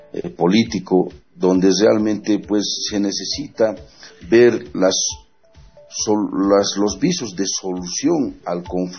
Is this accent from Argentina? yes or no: no; Bolivia; hemos entendido como pueblo boliviano